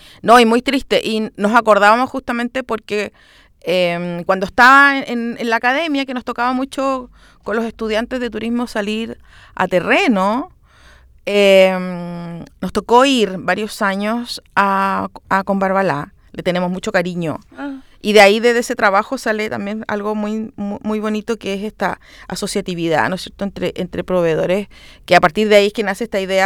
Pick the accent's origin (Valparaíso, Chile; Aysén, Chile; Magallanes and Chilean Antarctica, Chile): Magallanes and Chilean Antarctica, Chile; moved away as an adult; now in Santiago, Chile